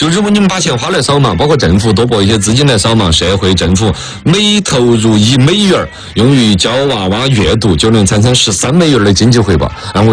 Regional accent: China; 我们中国人是有这个观念的

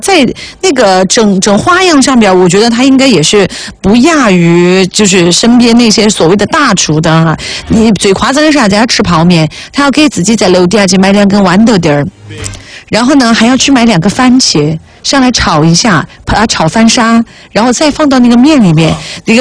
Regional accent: Sichuan, China

